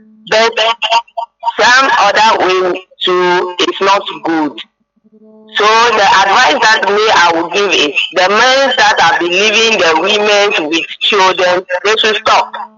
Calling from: Apollonia, Ghana; I'm calling from Apollonia.

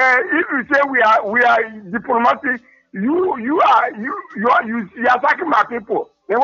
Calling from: Zebilla, Upper East, Ghana; from Zebila.

